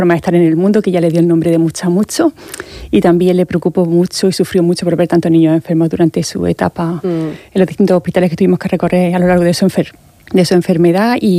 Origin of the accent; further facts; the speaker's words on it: Molina de Segura, Region of Murcia, Spain; en Molina, que nosotros somos de Molina, así que también invitamos a todos los colegios de Molina que nos acompañen.